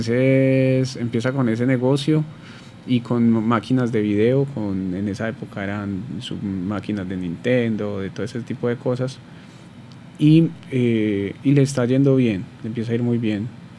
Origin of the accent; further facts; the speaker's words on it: Medellín, Antioquia, Colombia; yo soy de la Comuna 13, de aquí de la ciudad de Medellín, del barrio Belencito, en la parte, pues, no tan arriba, pero sí cerca del Belencito Corazón.